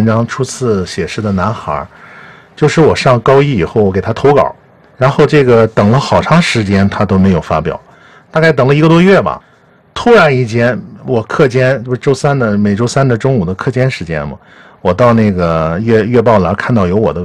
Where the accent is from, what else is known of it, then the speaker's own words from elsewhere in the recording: Houma, Shanxi, China; 我们老家侯马古称新田